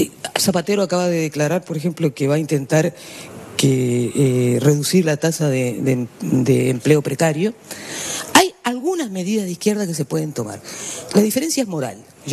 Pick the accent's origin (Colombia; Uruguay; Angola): Uruguay; now in Barcelona, Spain; soy una uruguaya internacionalmente muy conocida, posiblemente soy la uruguaya más conocida en todo el mundo.